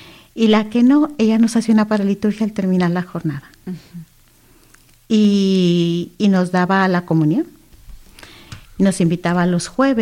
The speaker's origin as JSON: {"language": "Spanish", "town": "Monterrey", "region": "Nuevo León", "country": "Mexico", "said": "Sí, yo soy mexicana de Monterrey, Nuevo León."}